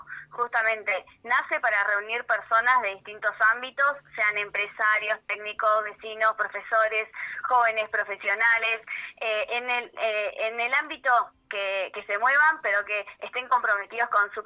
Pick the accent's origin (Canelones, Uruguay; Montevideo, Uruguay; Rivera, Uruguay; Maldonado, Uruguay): Canelones, Uruguay; Atlántida; Yo soy de Atlántida.